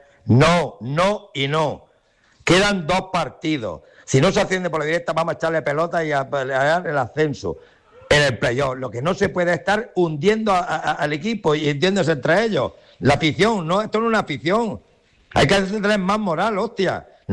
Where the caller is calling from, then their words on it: Almería, Andalusia, Spain; yo soy demasiado almeriense